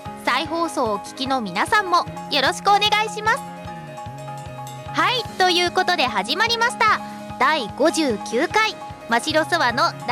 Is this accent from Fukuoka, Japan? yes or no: no; Ishinomaki, Miyagi, Japan; moved away as an adult; now in Tokyo, Japan; 実は地元の石巻を離れるのが初めてで、一人暮らしも初めてなんですけれども、